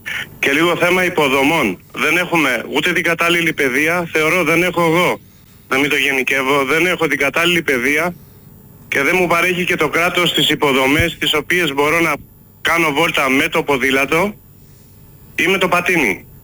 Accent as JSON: {"language": "Greek", "town": "Athens", "region": "Attica", "country": "Greece", "tie": "born or raised there", "said": "Φανταστείτε, μεγάλωσα στο ψηρί, στο Φυσίο, πρωτού γίνει πλακόστρωτο."}